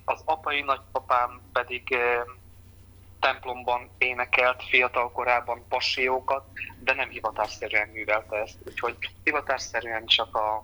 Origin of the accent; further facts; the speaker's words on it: Berehove, Zakarpattia Oblast, Ukraine; moved away; hiszen a gyermekkoromat töltöttem ott